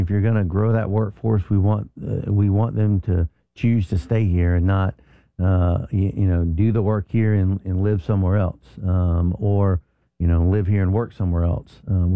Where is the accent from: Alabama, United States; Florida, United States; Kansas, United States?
Florida, United States; moved away